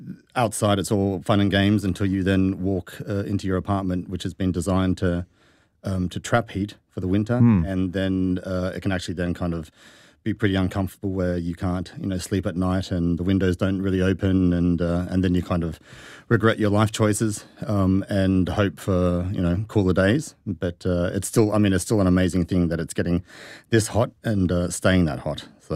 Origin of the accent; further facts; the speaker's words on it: Sydney, New South Wales, Australia; I'm from Sydney